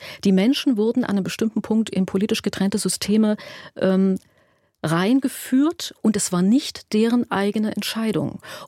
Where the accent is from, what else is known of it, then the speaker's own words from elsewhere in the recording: Leipzig, Saxony, Germany; ich komme aus Leipzig